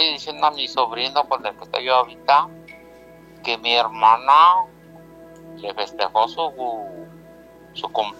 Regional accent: Guanajuato, Mexico; now in Chicago, United States; Desde Chicago. Bueno, yo soy de Guanajuato, pero ahorita estoy en Chicago

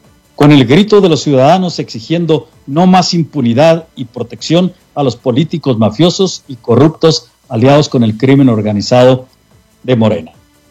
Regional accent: Mexico; moved away; Un día salí de México, pero México nunca salió de mí.

